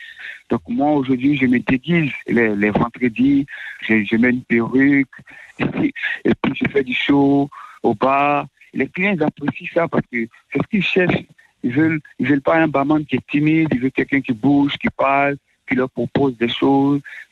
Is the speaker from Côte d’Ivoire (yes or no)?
yes; Côte d’Ivoire; Chez nous, en Côte d'Ivoire